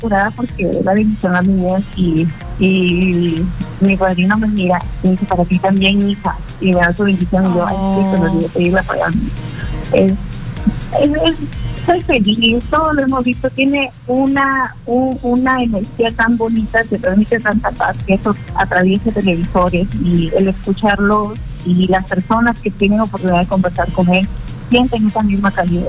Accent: Chulucanas, Piura, Peru; yo soy de Chulucanas, que es una ciudad que está a 4 o 5 horas de Chiclayo.

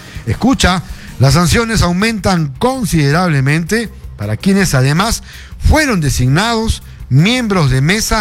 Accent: Peru

